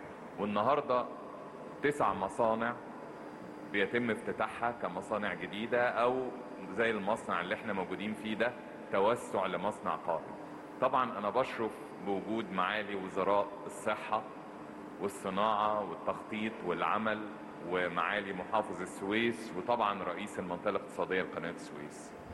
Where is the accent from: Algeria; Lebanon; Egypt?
Egypt; كلنا كمصريين كنا بنتعلم في الكتب الدراسية